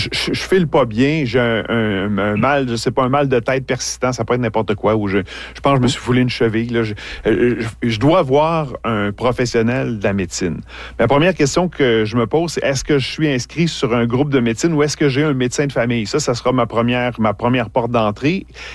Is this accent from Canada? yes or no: yes; Quebec, Canada; chez nous en Abitibi-Témiscamingue